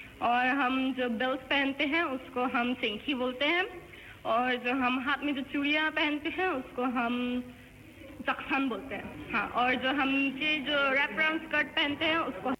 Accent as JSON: {"language": "Hindi", "region": "Meghalaya", "country": "India", "said": "मैं मेघालय से हूँ, गारो ट्राइब से।"}